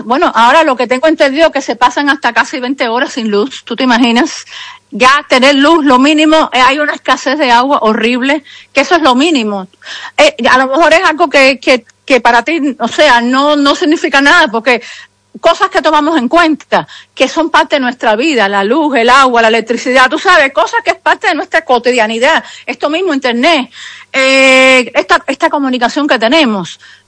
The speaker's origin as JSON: {"language": "Spanish", "country": "Cuba", "moved": "yes", "said": "Yo llevo Cuba conmigo, ojo. La llevo en mi acento, la llevo en mi sangre, pero la situación está muy triste."}